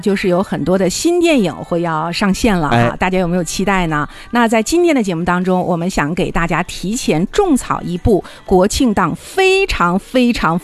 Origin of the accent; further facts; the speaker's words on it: Harbin, Heilongjiang, China; 那咱们哈尔滨人呢，看咱们龙江的神探的故事